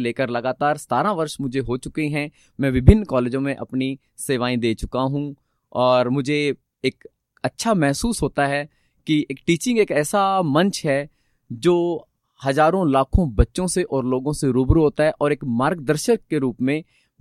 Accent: Landa, Haryana, India; जी, मैं अम्बाला के नियर गांव लंढा जो अम्बाला डिस्ट्रिक्ट में ही है वहाँ पे जन्म हुआ और मेरी स्कूलिंग मेरे गांव में ही 10th का स्कूल है वहाँ से हुई है।

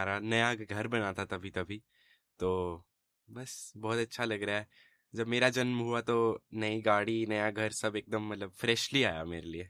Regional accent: Ambala Cantonment, Haryana, India; born there; मेरा जन्म uncle Ambala cantt में ही हुआ है, तो मेरा जन्म हुआ था 23 सितंबर 2008 को

